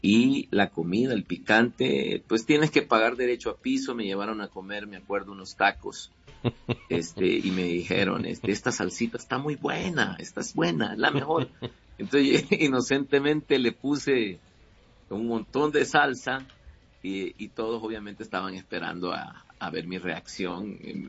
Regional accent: El Salvador; moved away as an adult; now in Mexico; en El Salvador, pues en mi familia acostumbrábamos

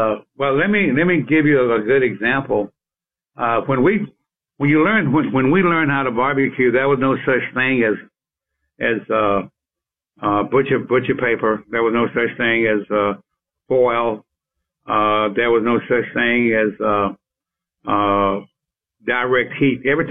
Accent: Nacogdoches, Texas, United States; my mom and the family moved to Nacogdoches when I was 2 years old.

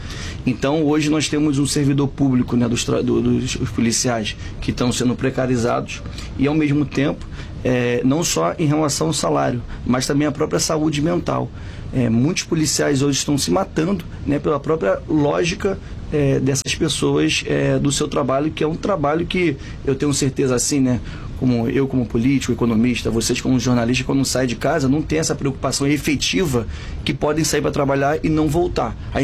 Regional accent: Nova Iguaçu, Rio de Janeiro, Brazil; also born or lived in Campo Grande; sou nascido e criado na Baixada Fluminense, no quilômetro 32 de Nova Iguaçu. Mas 10 anos de idade eu fui morar em Campo Grande

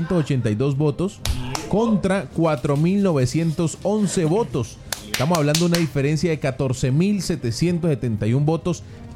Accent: Cauca, Colombia; Lo que yo no entiendo, ¿qué tiene que ver que yo sea el Cauca con comer su carita?

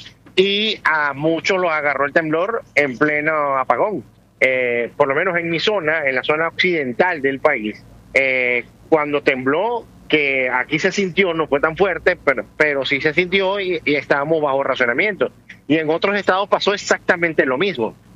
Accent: Venezuela; esto lo digo como venezolano

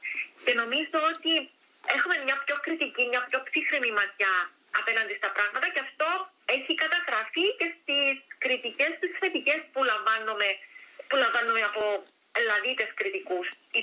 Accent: Cyprus

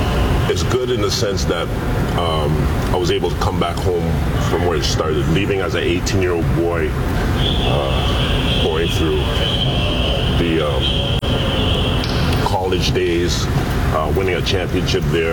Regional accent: Toronto, Ontario, Canada; Growing up in Toronto, being different, being Canadian

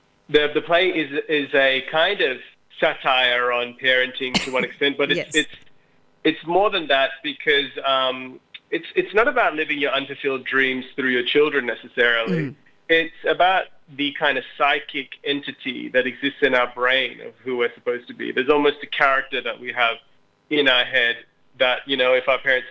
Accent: Australia; displace your own kind of complex experience as an Australian of South Asian heritage and sort of explain and tell the stories of your migrant parents.

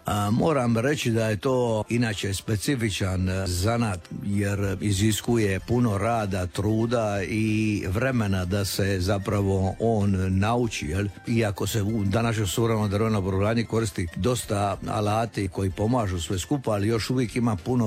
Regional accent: Betina, Šibenik-Knin County, Croatia; moved away; ja sam Korčulani, ali sam rođen i odgojen u Betini na škveru i uvijek me to nekako veže za taj kraj, iako nisam tamo stalno ne živim.

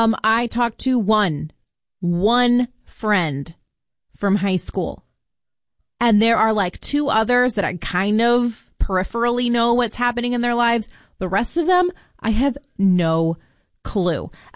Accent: Virginia, United States; I moved away. I'm from Virginia. I live in Wisconsin now, obviously.

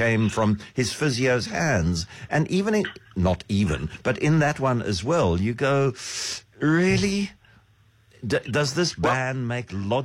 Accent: South Africa; I'm a South African

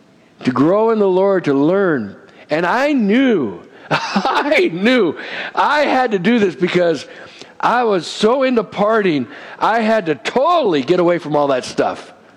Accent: West Covina, California, United States; You know, where I grew up in West Covina, California, Southern Cal, it's about probably 30 to 40 minutes from L.A., going east, known as the San Gabriel Valley.

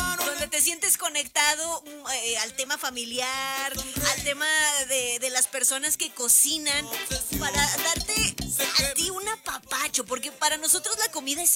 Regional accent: Mexico

